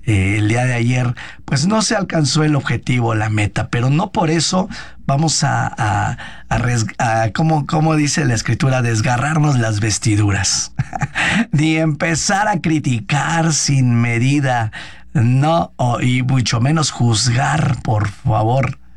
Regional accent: Mexico; somos el pueblo mexicano

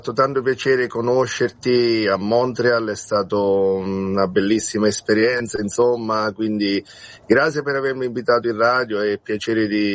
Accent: Comunanza, Marche, Italy; also born or lived in San Benedetto del Tronto; now in Grottammare, Italy; Io sono nato a San Benedetto del Tronto perché c'è l'ospedale lì, no? Però ho vissuto tanti anni a Comunanza, che è un paesino all'interno, no? Nel Piceno.

